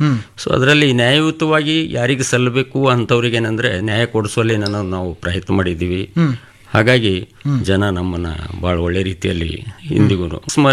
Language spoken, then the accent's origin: Kannada; Bidar district, Karnataka, India; also born or lived in Gulbarga; ನಾನು ಬೀದರ್ ಜಿಲ್ಲೆ ಭಾಲ್ಕಿ ತಾಲೂಕಿನ ಕಣಜಿಯನಂತ ಗ್ರಾಮದವನು. ನಾನು ಓದಿದ್ದು ಹೈಸ್ಕೂಲು ಮತ್ತು ಪಿ ಯು ಸಿ ಎಲ್ಲ ಬೀದರ್ನಲ್ಲಿ, ಆಮೇಲೆ ಇಂಜಿನಿಯರಿಂಗು ಗುಲ್ಬರ್ಗದಲ್ಲಿ ಓದಿದ್ದೀನಿ.